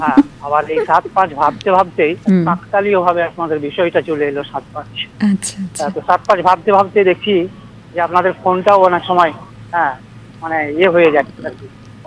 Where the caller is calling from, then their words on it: Dubrajpur, West Bengal, India; আমি পশ্চিমবঙ্গের বীরভূম জেলার দুবরাজপুর থেকে